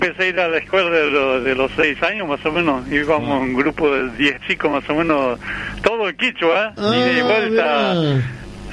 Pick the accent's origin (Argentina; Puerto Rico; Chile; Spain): Argentina; Santiago del Estero; first language Quechua; Spanish is a second language; moved away as an adult; now in Berazategui, Argentina; De Santiago soy de un paraje chiquito que está sobre el margen del río Salado. Se llama Colonia Siegel, departamento Sarmiento.